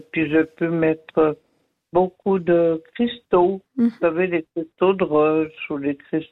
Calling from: La Tour-de-Peilz, Vaud, Switzerland; moi je suis à la Tour de Paix.

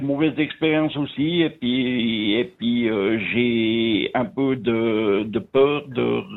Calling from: Fribourg, Switzerland

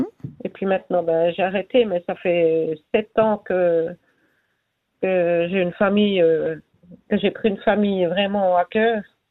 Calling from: Delémont, Jura, Switzerland; j'habite à Delémont.

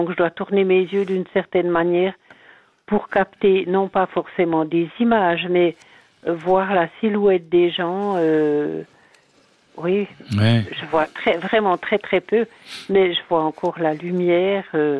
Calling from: Biel/Bienne, Bern, Switzerland; mais en tout cas ici à Bienne, il y a quelque chose qui vibre.

